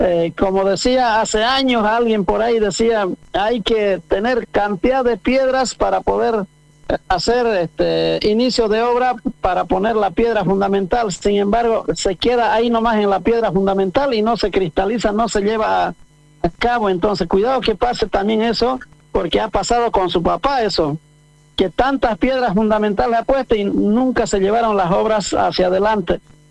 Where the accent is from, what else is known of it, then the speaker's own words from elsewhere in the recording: Bolivia; todos somos bolivianos, bolivianas